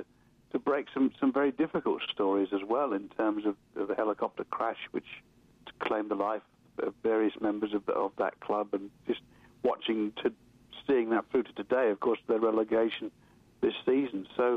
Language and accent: English; England, United Kingdom; You know, I'm from England. It's a national game. I'd like to talk about it.